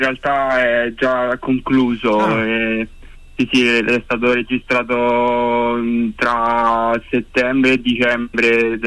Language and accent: Italian; Anagni, Lazio, Italy; Io vengo da Anagni, in provincia di Frosinone